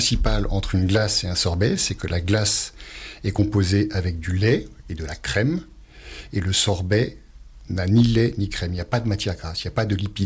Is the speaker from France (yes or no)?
yes; Brest, Brittany, France; born there; also born or lived in Paris; now in Ardèche, France; je suis breton. Je suis né à Brest, dans le Finistère. Et après une carrière à Paris, j'ai décidé de faire une seconde carrière en Ardèche.